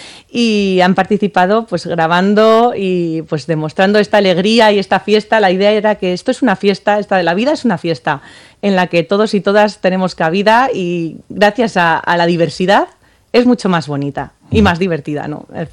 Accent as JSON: {"language": "Spanish", "town": "Gatica", "region": "Basque Country", "country": "Spain", "said": "Yo soy de Gatica, exactamente."}